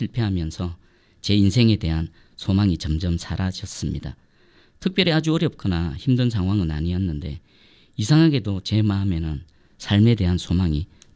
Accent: Jinju, South Gyeongsang, South Korea; also born or lived in Busan; 저는 아주 평범한 가정에서 자랐습니다. 부산에서 태어나 초등학교 3학년 때 진주로 이사를 왔습니다. 평거초등학교와 대하중고등학교를 졸업했고 대학은 울산대학교에서 전자계산학을 전공했습니다.

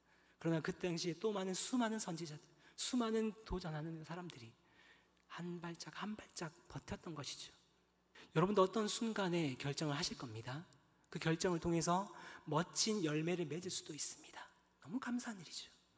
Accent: Geochang, South Gyeongsang, South Korea; 경남 거창이라는 정말 시골, 덕유산과 지리산이 다 가로막고 있는 그런 동네입니다.

